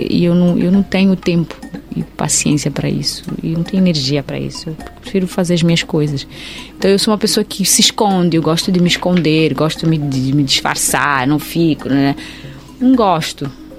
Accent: Mozambique; Mas eu sou muito moçambicana, moçambicana ferrenha.

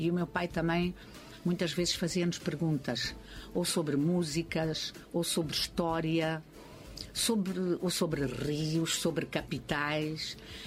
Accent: Apala, Nampula, Mozambique; born there; Eu nasci em Apala, distrito de Ribaué, província de Nampula, uma aldeia.

